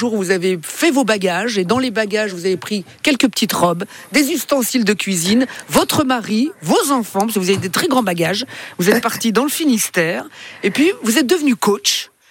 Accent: Italy; C'est pour ça, parce que comme je suis italien, voilà, donc tout vient de là.

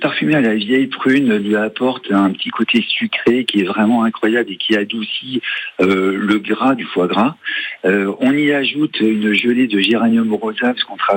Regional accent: Brittany, France; now in Belvès, France; Exactement, moi je suis breton.

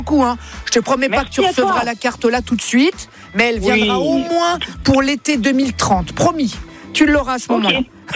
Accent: Italy; mais ça, c'est les Italiens, ça, et je suis italien, moi, donc bon, voilà, parfois, même entre nous, allez.

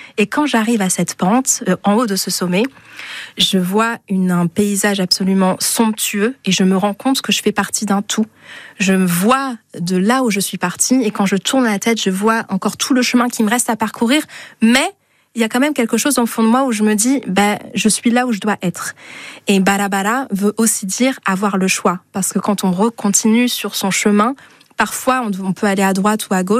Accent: France; also born or lived in Rwanda; now in Dordogne, France; je suis autrice, compositrice, interprète franco-rwandaise. Je viens de Pona

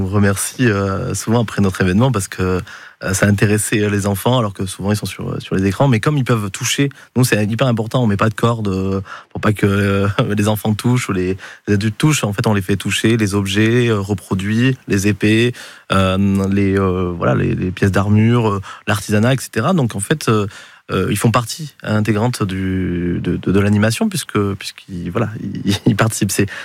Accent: Nouvelle-Aquitaine, France; La famille sur Guiche, mes parents sont sur Bidache. Donc finalement, je suis d'ici, je suis de Saint-Pé

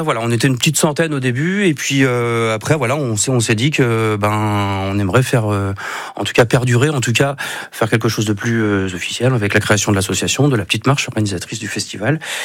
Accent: Centre-Val de Loire, France; par chez nous, dans le Grand Lochois, le sud Touraine.

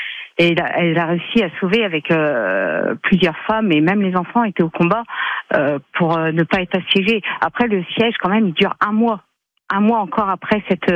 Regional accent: Beauvais, Hauts-de-France, France; nous, on est originaire de Beauvais.

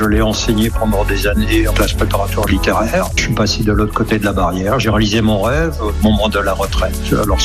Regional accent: Metz, Grand Est, France; born or raised there; now in Nancy, France

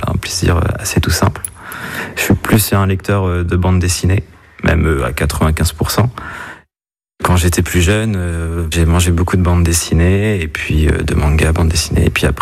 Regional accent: Rennes, Brittany, France; je suis de Rennes

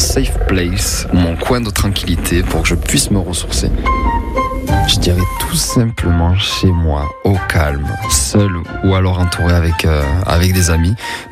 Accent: Toulouse, Occitanie, France; le quartier des Arènes, alias les Zaza, parce que c'est là où je suis né, là où j'ai grandi, là où je me suis construit et où j'ai tous mes souvenirs d'enfance.

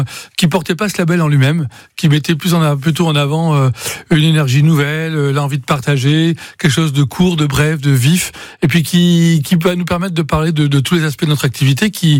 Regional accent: Auvergne-Rhône-Alpes, France; chez nous en Ardèche

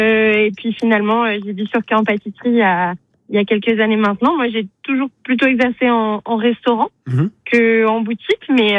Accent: Trizac, Auvergne-Rhône-Alpes, France; moved away; Moi, je suis auvergnate, du coup, d'origine, du Nord Cantal, d'un petit village qui s'appelle Trizac.

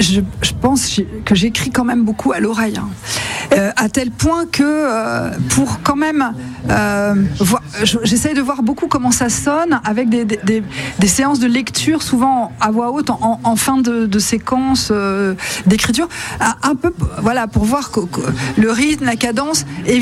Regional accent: Le Havre, Normandy, France; moved away as an adult; Alors j'ai grandi là, alors je ne suis pas originaire de cette ville, mes parents sont venus y vivre au milieu des années 60, et je l'ai quitté après le bac

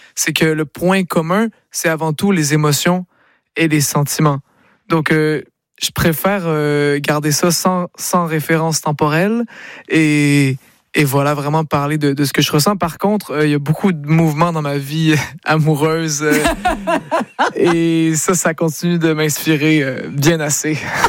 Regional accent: Quebec, Canada; Je suis un vrai Québécois.

